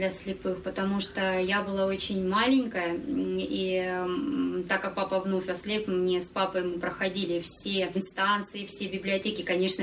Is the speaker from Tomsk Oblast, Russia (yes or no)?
no; Kislovodsk, Stavropol Krai, Russia; born there; Я родилась в Кисловодске в 1985 году в семье слепого